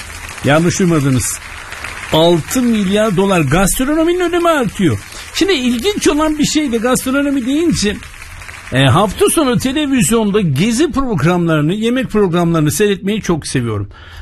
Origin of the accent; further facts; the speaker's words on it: Black Sea Region, Turkey; Karadenizliyim ama gastronomi deyince benim aklıma Gaziantep geliyor birinci sırada.